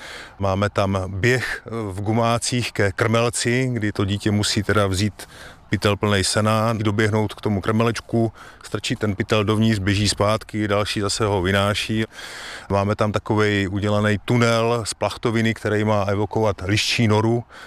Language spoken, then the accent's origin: Czech; Litovel, Olomouc Region, Czechia; born there